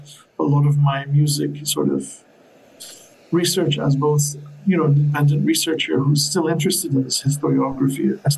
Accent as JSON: {"language": "English", "country": "Bahrain", "tie": "born or raised there", "said": "I come from Bahrain. Sort of the version of Bahrain that I grew up with in the early 80s was one where there were no skyscrapers like we have now. Every morning driving to and from school, the only thing I'll see is just endless shoreline."}